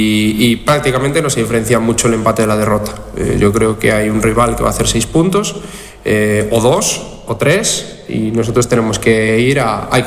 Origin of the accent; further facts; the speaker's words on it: Galicia, Spain; soy gallego